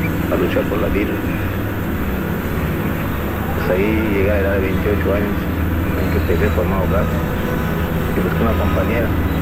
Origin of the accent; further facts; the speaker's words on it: Mérida, Yucatán, Mexico; born there; Nací en Mérida, Yucatán. Mi vida pues ha sido muy azaroso porque quedé huérfano muy pequeño.